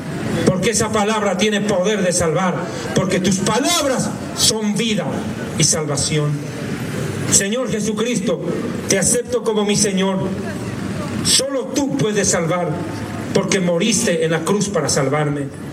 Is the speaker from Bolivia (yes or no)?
yes; Bolivia; Yo ya había predicado en mi país, prácticamente toda Bolivia yo ya había predicado.